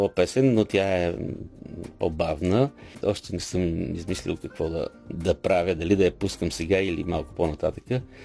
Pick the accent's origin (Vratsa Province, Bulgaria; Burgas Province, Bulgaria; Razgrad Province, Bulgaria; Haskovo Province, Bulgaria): Vratsa Province, Bulgaria; Vratsa; въпреки че аз съм от Враца.